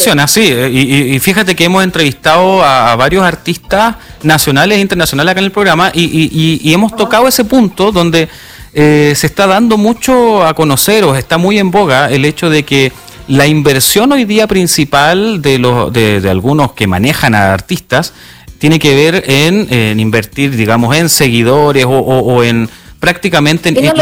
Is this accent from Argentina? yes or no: no; Chile; ¿Cómo somos los chilenos